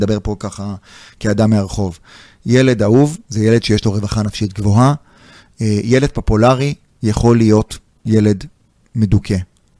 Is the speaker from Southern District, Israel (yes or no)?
no; Jerusalem, Jerusalem District, Israel; הייתי בכיתה נוראית, בבית ספר נוראי, בשכונה נוראית, במקום כן. שנקרא רגיל, בסדר? הייתי בירושלים